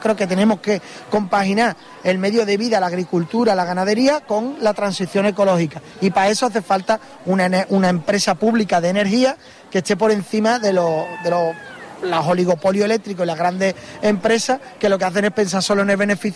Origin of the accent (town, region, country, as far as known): Andalusia, Spain